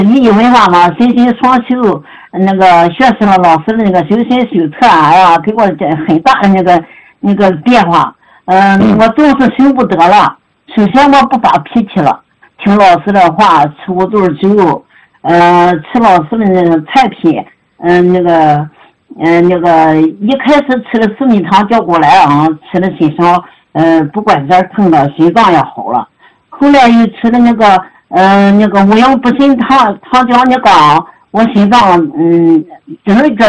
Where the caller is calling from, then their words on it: Changji, Xinjiang, China; 我是新疆昌吉的学员